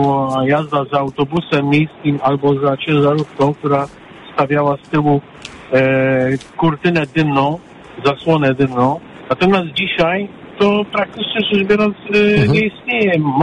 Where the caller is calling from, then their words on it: Warsaw, Masovian Voivodeship, Poland; może jestem zadufanym warszawiakiem